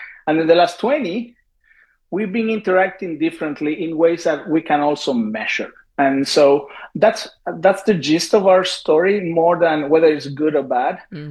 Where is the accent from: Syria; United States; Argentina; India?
Argentina; English is a second language; So I'm from Argentina.